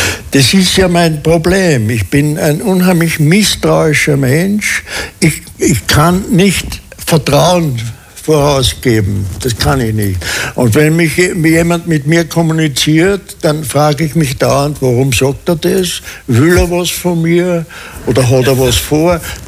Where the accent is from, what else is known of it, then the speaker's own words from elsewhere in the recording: Lower Austria, Austria; born there; bis meine Tante mir gesagt hat, na, du bist da in einem Heim geboren im Wienerwald, im Wienerwald, nicht Heim Wienerwald, im Wienerwald.